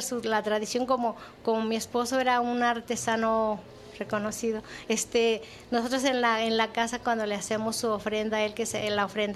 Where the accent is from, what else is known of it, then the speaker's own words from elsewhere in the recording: Michoacán, Mexico; Yo vengo representando la comunidad de Surumútaro, municipio de Pátzcuaro.